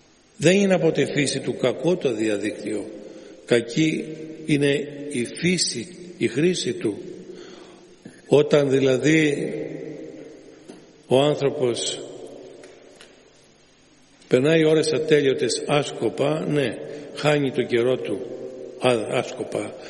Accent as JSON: {"language": "Greek", "country": "Greece", "said": "Εμείς σαν Έλληνες έχουμε την τεράστια ευλογία να ζούμε σε αυτή την ευλογημένη χώρα"}